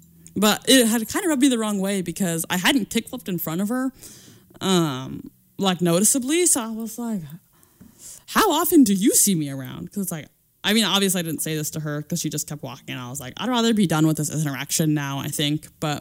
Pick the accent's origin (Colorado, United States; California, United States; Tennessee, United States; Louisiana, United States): California, United States; now in Spokane, United States; I have a summer birthday. I'm from California.